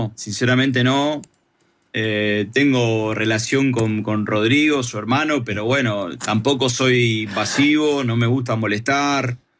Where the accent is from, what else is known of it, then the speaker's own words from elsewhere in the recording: Argentina; Yo, la verdad que soy argentino.